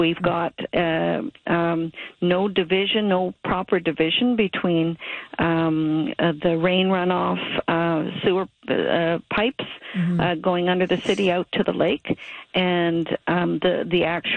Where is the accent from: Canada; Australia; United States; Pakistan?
Canada; Ontario; born there; also born or lived in Toronto; now in Hamilton, Canada; I didn't grow up in Hamilton. I grew up in Northern Ontario.